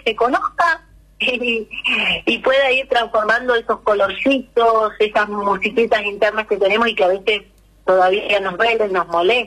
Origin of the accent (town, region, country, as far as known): Argentina